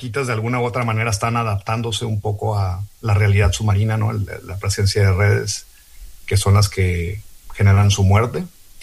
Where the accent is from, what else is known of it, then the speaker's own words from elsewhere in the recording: Mexicali, Baja California, Mexico; born there; en el municipio de Mexicali, donde yo nací